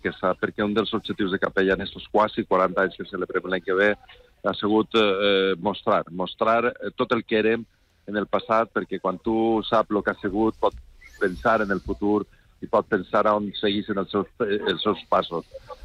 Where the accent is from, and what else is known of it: Valencian Community, Spain